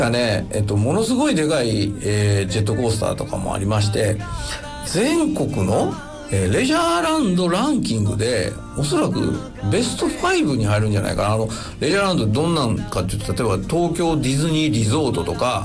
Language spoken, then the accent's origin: Japanese; Nara, Japan; 僕奈良の出身なんですけど、奈良県民はだいたい1回は長島温泉行ったと思うんですよ。